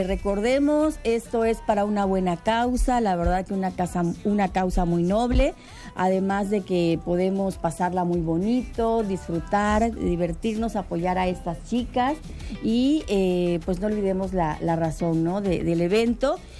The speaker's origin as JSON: {"language": "Spanish", "country": "Mexico", "said": "De nosotros como mexicanos, hombres y mujeres fuertes"}